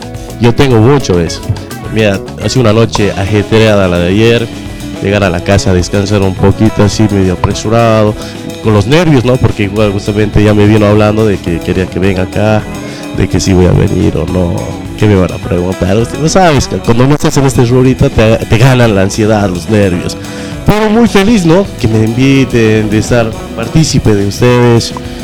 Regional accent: Tarija, Bolivia; soy un joven tarijeño que trata de salir adelante

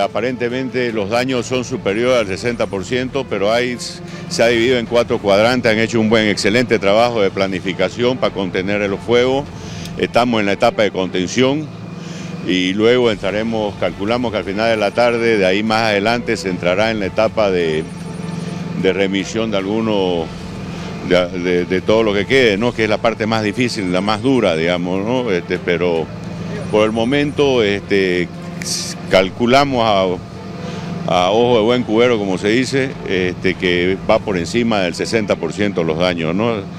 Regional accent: Santa Cruz, Bolivia; yo estoy firme acá, Santa Cruz es mi pueblo, Bolivia

